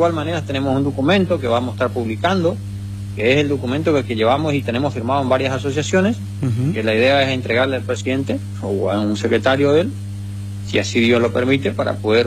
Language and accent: Spanish; Comandante Andresito, Misiones, Argentina; Mi pueblo fue uno de los pueblos que más votó a Milei. Pero hoy, si vos te vas a Andresito, un pueblo fantasma. O sea, da lástima, da vergüenza del pueblo pujante que éramos hace 2 años atrás